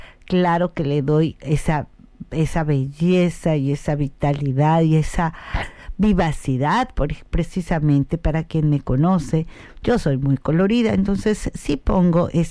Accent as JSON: {"language": "Spanish", "country": "Mexico", "said": "Yo soy mexicana, orgullosamente comparto nuestras tradiciones"}